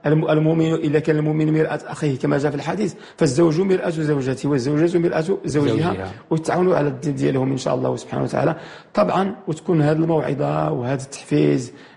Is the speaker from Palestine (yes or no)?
no; Morocco; عندنا في المغرب مثلا في هذه المملكه المباركه